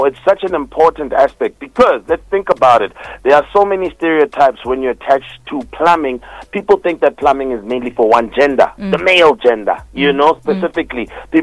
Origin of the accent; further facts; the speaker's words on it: South Africa; we come from a really sensitive history of South Africa